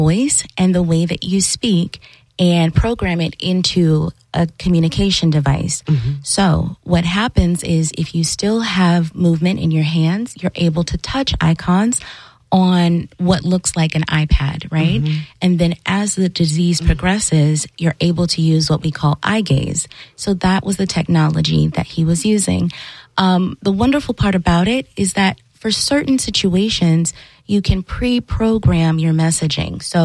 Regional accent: Orlando, Florida, United States; I'm from West Orlando, and when I was looking it up, there's actually a nationally certified ALS center at Orlando Health.

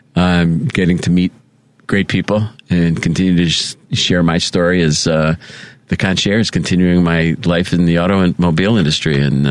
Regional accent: United States; I got to say that being able to enjoy the 4th of July, being an American... seeing where we came from, like 250 years.

